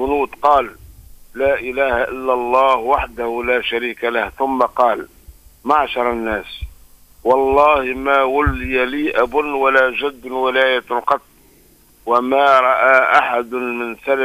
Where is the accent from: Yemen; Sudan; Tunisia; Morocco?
Tunisia; أن يجعل بلدنا تونس